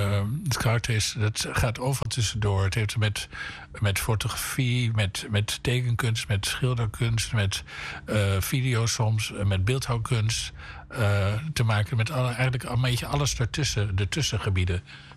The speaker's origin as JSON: {"language": "Dutch", "town": "The Hague", "region": "South Holland", "country": "Netherlands", "said": "Ik kom uit Den Haag, Voorburg Den Haag."}